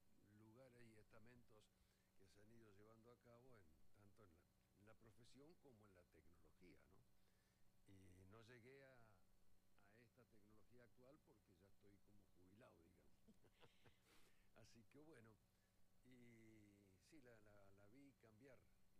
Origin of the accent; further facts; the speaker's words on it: Neuquén, Argentina; Y ahí crecí yo, en Colonia Valentina, cuando era rural.